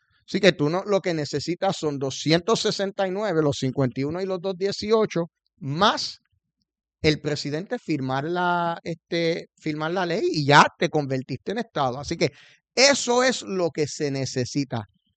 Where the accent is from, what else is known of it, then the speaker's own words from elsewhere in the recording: Puerto Rico; como puertorriqueño no podemos votar